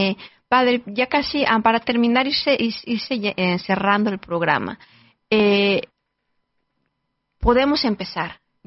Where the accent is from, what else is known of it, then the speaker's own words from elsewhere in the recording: Mexico; born there; moved away; yo que vengo de México, pues sí, yo rezaba el rosario con mi abuelita, con mi mamá